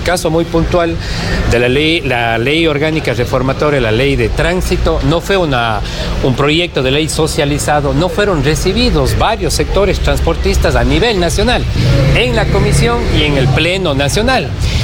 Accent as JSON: {"language": "Spanish", "country": "Ecuador"}